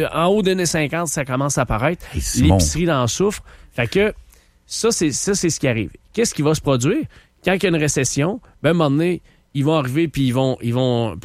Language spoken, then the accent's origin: French; Canada; J'ai été fier vraiment d'être Canadien là, pendant longtemps.